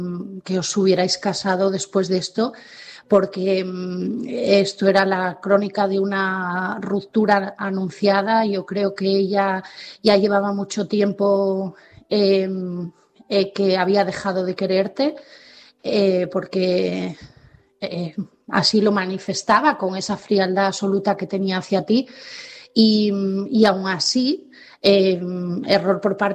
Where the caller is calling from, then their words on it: Asturias, Spain; de Asturias